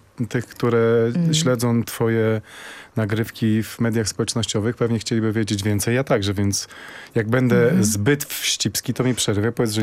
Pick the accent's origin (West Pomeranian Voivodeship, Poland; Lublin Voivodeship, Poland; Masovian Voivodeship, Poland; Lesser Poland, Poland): Masovian Voivodeship, Poland; Warsaw; bo jestem z Warszawy